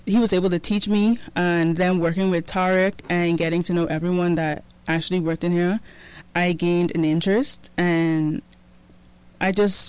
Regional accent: Bahamas; moved away; I was from the Bahamas.

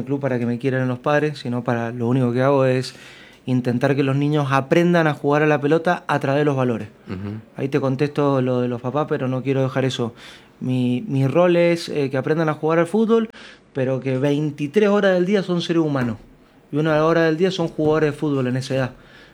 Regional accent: Argentina; y somos argentinos. Entonces, sí. Dentro de eso también uno tiene que aprender a convivir en el país en el que está.

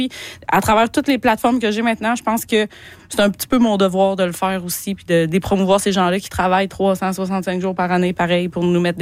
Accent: Quebec, Canada

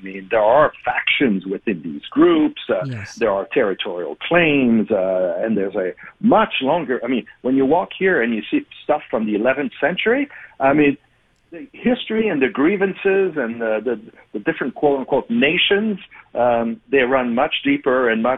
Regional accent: Canada; I'm from Canada.

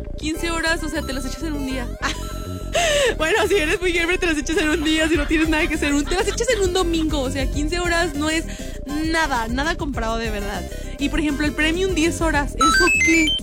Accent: León, Guanajuato, Mexico; no solamente desde León, somos de León, no solo a todos los de León

